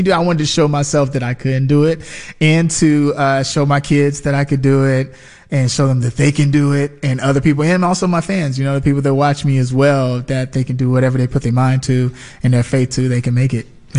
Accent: Chicago, Illinois, United States; moved away; I got to do Chicago, you know, my hometown

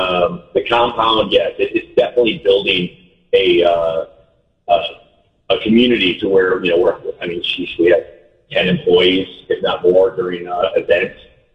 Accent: Elgin, Illinois, United States; now in Las Vegas, United States; I'm from Elgin, Illinois, originally.

